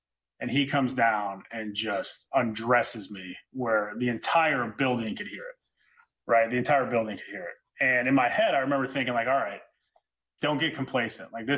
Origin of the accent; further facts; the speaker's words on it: Lake Bluff, Illinois, United States; I'm from Lake Bluff. I went to Lake Forest High School, but I'm technically from Lake Bluff.